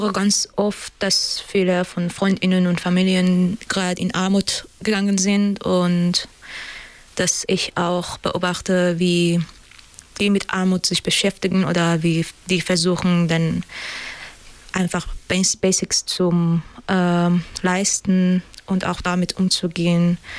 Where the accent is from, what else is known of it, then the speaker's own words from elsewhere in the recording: Iran; German is a second language; moved away as an adult; now in Germany; Also ich bin seit 3 Jahren nach Deutschland gekommen und habe noch, also ich bin da geboren und aufgewachsen und habe Familie, Freunde und alle noch da.